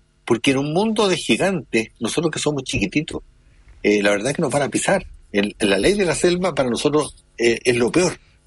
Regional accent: Chile; nosotros como chilenos

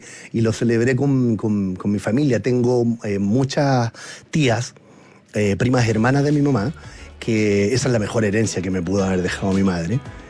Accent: Melipilla, Santiago Metropolitan Region, Chile; Yo vengo del tiempo, porque yo soy de Melipilla.

